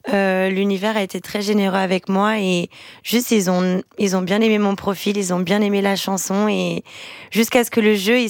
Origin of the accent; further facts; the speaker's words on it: Brazil; moi en tant que brésilienne.